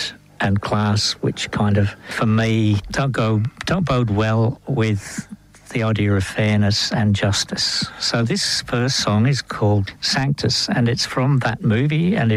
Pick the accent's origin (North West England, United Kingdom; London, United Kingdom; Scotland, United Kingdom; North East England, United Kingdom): North East England, United Kingdom; also born or lived in Yorkshire; I was born a Geordie, but lived in Yorkshire, and so I'm from the northeast of England. Proud to have sort of my roots there.